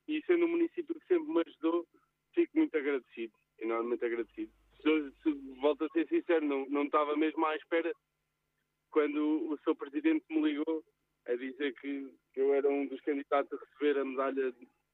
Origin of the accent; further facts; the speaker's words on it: Fundão, Centro, Portugal; eu sempre fiz a minha vida toda cá, nasci no Fundão